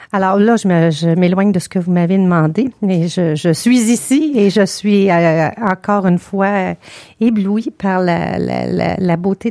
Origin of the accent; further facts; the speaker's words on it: Laval, Quebec, Canada; also born or lived in Montreal; je suis née au Québec, à Montréal, mais je suis demeurée jusqu'à l'âge de 1 an. Alors, en fait, j'ai grandi à Laval, qui est une ville juste au nord de Montréal. On appellerait ça la banlieue.